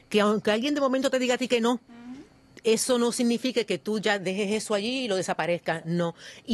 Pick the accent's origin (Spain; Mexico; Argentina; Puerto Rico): Puerto Rico; Patillas; Yo soy de cerquita, de Patillas.